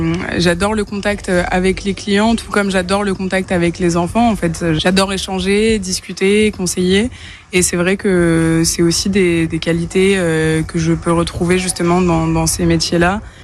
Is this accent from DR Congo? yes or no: no; Nancy, Grand Est, France; moved away as an adult; Je me suis retrouvée ici pour poursuivre mes études, pour devenir institutrice. Je viens de Nancy. Et la Côte d'Azur et la mer m'ont un peu plus attirée.